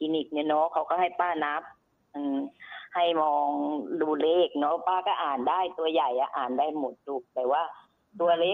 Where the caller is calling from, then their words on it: Bangkok, Thailand; ป้าอยู่ที่กรุงเทพนี่แหละลูก